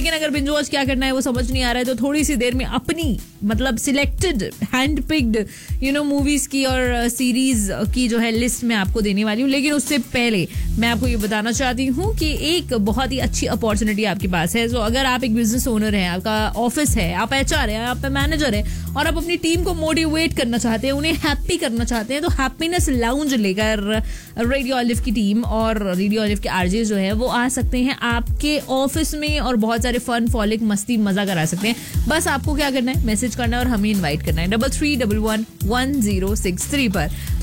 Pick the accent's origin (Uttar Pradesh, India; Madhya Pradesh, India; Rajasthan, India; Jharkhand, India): Madhya Pradesh, India; Bhopal; now in Qatar; And मैं भोपाल से हूँ.